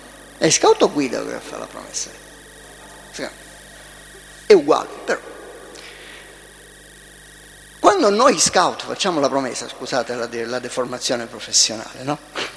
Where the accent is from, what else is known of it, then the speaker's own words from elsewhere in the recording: Ragusa, Sicily, Italy; born there; io sono cresciuto nel Ragusa 3